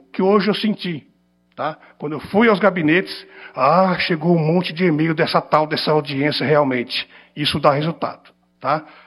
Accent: São Paulo, Brazil; nós somos da região do Alto Noroeste, Araçatuba, São José do Rio Preto

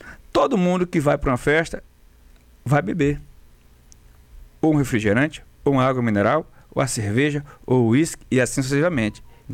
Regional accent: Brazil; sou torcedor do Brasil, sou brasileiro

